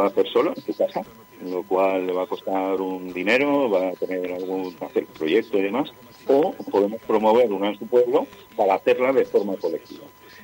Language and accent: Spanish; Bubierca, Aragon, Spain